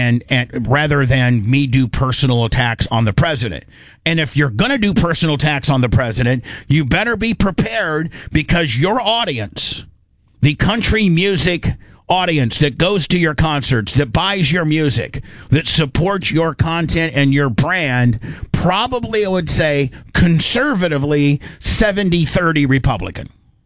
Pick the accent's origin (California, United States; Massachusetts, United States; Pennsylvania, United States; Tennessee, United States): Tennessee, United States; I'm a country guy. I'm from Tennessee.